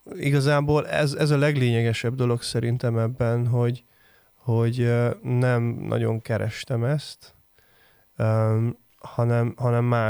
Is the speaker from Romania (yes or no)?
yes; Transylvania, Romania; moved away as an adult; now in Budapest, Hungary; ahogy az Erdélyi Baptista közösségben is, ahogy felnőttem, meg aztán később, hogy Budapestre kerültem